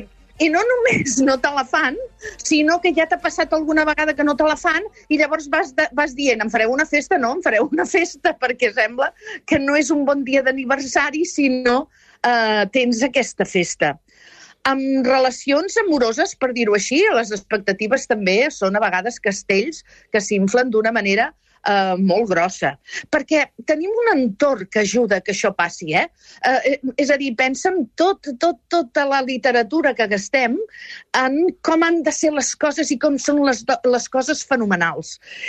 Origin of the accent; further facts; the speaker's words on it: Catalonia, Spain; Jo sóc del Vallès, visc a Martorelles